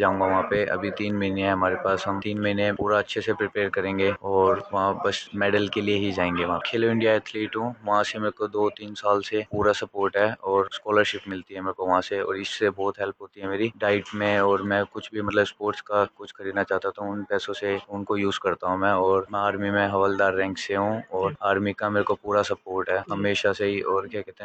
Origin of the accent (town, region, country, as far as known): Delhi, India